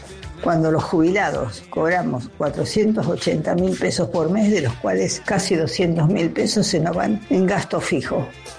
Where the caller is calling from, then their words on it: San Andrés, Buenos Aires Province, Argentina; de San Andrés.